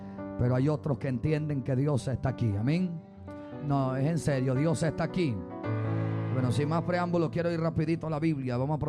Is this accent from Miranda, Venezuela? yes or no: yes; Charallave, Miranda, Venezuela; Respondemos al nombre de … Venimos de los valles del Tuy, amado, de allá de Charallave.